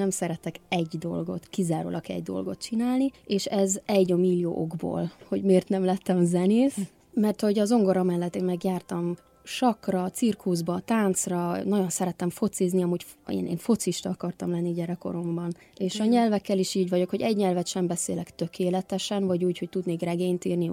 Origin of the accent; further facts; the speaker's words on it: Zurich, Switzerland; Tehát emiatt nőttem fel Zürichben